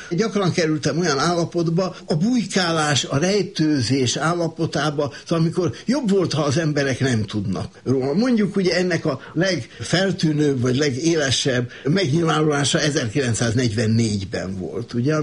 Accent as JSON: {"language": "Hungarian", "region": "Budapest", "country": "Hungary", "tie": "born or raised there", "said": "kisgyerek koromban ott a körút körül, ahol laktunk, ugye a Gyár utca és a Terész körül"}